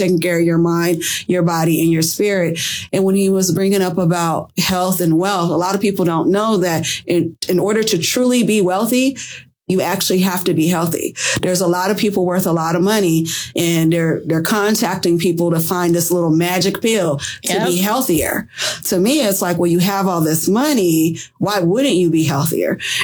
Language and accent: English; San Diego, California, United States; now in Wisconsin, United States; You know, I'm from San Diego, California.